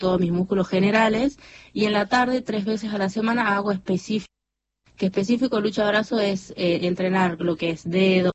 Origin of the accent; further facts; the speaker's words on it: San Miguel de Tucumán, Tucumán, Argentina; now in Yerba Buena, Argentina; Tucumán, bueno, toda mi vida viví en Tucumán capital, y ahora ahora vivo en Yerba Buena, que es como a 20 minutos de capital.